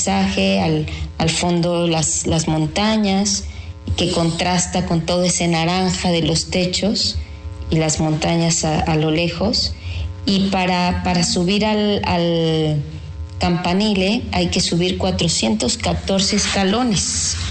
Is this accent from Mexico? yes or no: yes; Puebla, Mexico